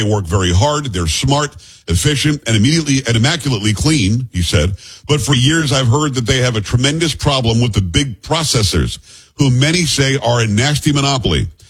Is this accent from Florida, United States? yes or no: yes; Florida, United States; when I grew up in South Florida